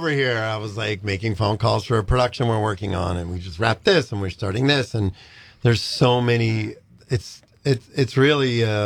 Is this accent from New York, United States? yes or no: no; Pittsburgh, Pennsylvania, United States; And you would think, because I grew up in Pittsburgh.